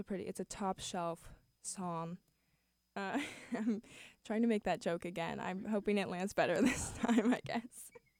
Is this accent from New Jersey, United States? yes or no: no; Davis, California, United States; I'm so happy that I'm in Davis in the summer, since I'm from Davis